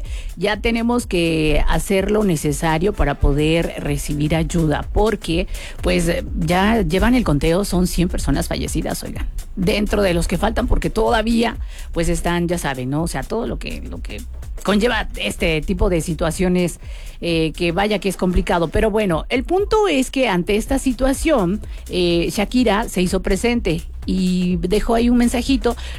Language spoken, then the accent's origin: Spanish; Mexico; así somos los mexicanos